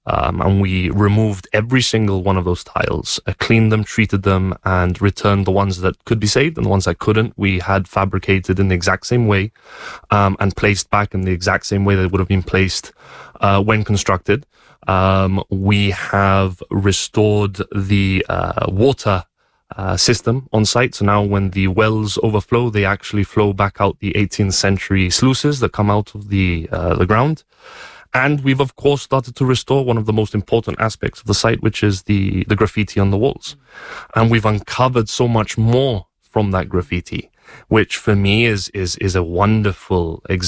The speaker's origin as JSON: {"language": "English", "country": "Gibraltar", "said": "It's a site that I think speaks very much to the birth of our nation as a British nation."}